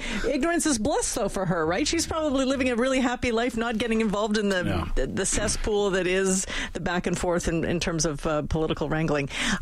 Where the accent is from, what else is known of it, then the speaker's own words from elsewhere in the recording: Canada; I identify as Canadian, though.